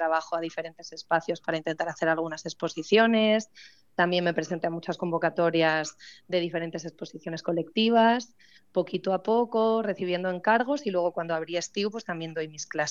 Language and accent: Spanish; Ribadesella, Asturias, Spain; me escapo 5 días a las fiestas de mi pueblo, que soy de Ribadesella